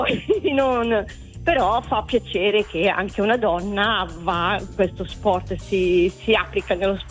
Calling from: Bergamo, Lombardy, Italy; Io sono di Bergamo, ma lavoro a Trezzo

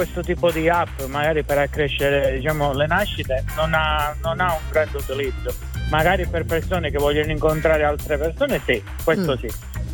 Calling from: Cosenza, Calabria, Italy; Da Cosenza.

